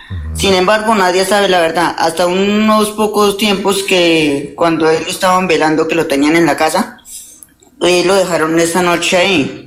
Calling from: Bogotá, Colombia; Me comunico desde Bogotá.

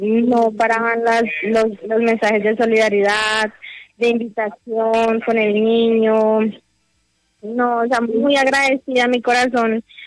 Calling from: Puerto Rico, Putumayo, Colombia; nosotros venimos de Puerto Rico, Tumayo.

